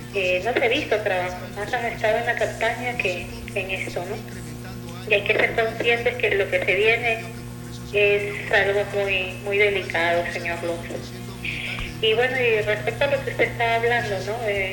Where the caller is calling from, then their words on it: Talara, Piura, Peru; yo vivo en Enace.